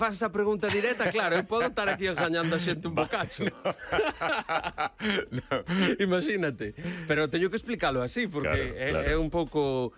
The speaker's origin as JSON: {"language": "Galician", "town": "Vimianzo", "region": "Galicia", "country": "Spain", "said": "porque eu son de Vimianzo, entón sí. Conoso a esa parroquia."}